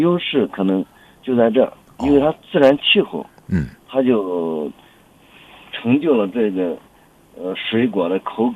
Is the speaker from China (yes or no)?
yes; Shandong, China; accent: Shandong; now in Aksu, Xinjiang, China; 因为我本身也是内地过来的，我山东人。